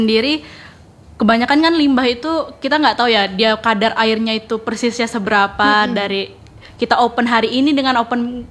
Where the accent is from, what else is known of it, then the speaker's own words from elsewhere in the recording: Kalimantan, Indonesia; Terlebih juga kita asalnya dari Kalimantan